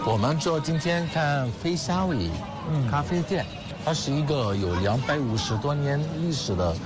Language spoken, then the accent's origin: Chinese; Egypt